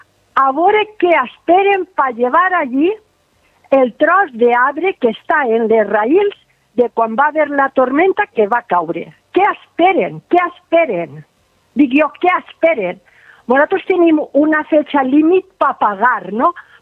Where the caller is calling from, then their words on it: Alcoy, Valencian Community, Spain; jo sóc una veïna de Can Sánchez.